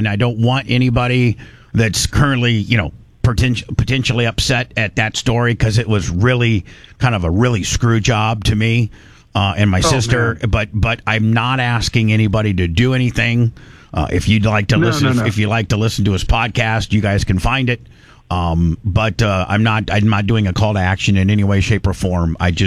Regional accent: Indiana, United States; moved away; I grew up in Indiana

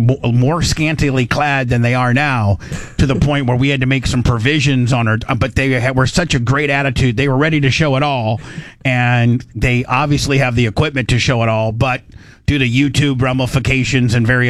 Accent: Indiana, United States; I come from Indiana.

